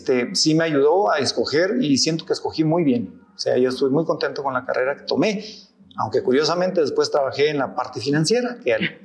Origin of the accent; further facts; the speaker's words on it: Colonia Óscar Soto Máynez, Chihuahua, Mexico; yo vengo de una familia de escasos recursos económicos y yo había logrado una beca para, estando en la secundaria aquí en Colonia Oscar Soto Maynez, en mi pueblo natal